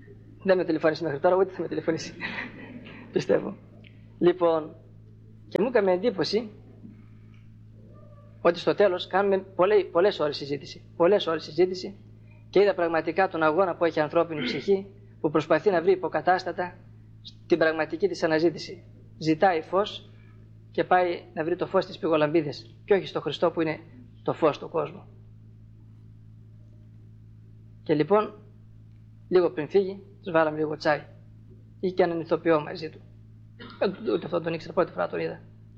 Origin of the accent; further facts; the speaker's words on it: Thessaly, Greece; now in Mount Athos, Greece; γιατί εμείς οι Θεσσαλοί, γιατί είναι και πατριώτες μου, είμαι Θεσσαλός.